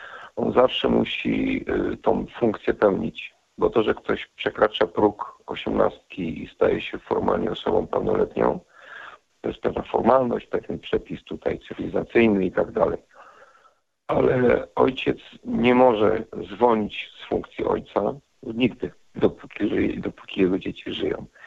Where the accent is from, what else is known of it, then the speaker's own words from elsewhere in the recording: Silesian Voivodeship, Poland; tutaj u nas na Śląsku.